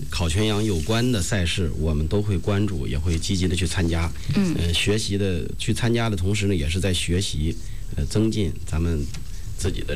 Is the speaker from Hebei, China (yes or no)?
yes; Chengde, Hebei, China; 也是咱们地道的承德人，我是82年出生的